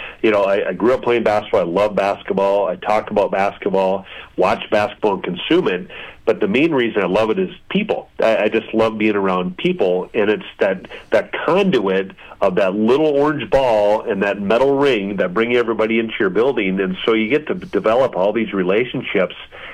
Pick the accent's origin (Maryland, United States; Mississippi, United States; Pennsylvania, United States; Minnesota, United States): Minnesota, United States; Lake City; Yeah, so I'm from Lake City, Minnesota, so down about 70 miles southeast of Minnesota, or of Minneapolis, I should say.